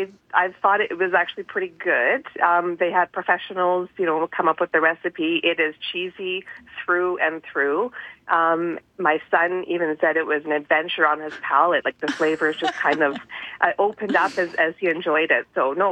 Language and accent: English; Canada; as a kid growing up in Canada, I definitely did